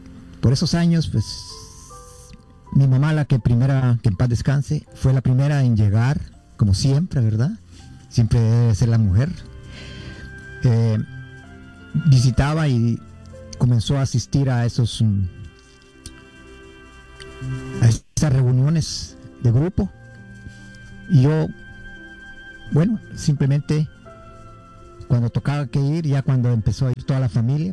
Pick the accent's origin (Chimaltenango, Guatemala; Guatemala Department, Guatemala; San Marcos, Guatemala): Guatemala Department, Guatemala; Guatemala City; como buen chapín, como dicen, ¿verdad? Somos de la ciudad de Guatemala. Allá pertenecíamos al grupo Juan Pablo II, allá en la zona 21, Bello Horizonte